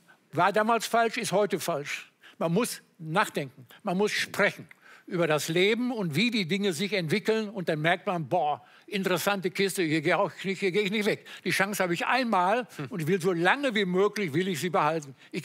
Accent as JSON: {"language": "German", "region": "North Rhine-Westphalia", "country": "Germany", "tie": "born or raised there", "said": "Ich komme aus dem Sauerland"}